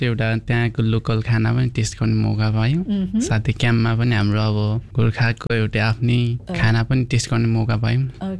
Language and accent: Nepali; Ilam, Koshi Province, Nepal; मेरो चाहिँ इलाम हो।